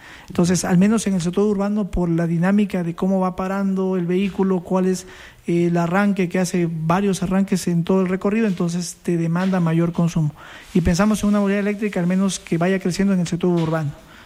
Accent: Loja, Ecuador; al menos nosotros que somos de Loja

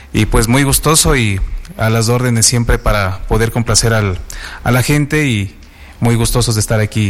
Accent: Ecuador; soy percusionista de … orgullosamente ecuatorianos.

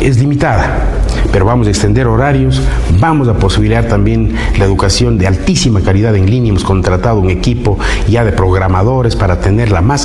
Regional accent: Ecuador; las capacidades que tenemos nosotros como ecuatorianos

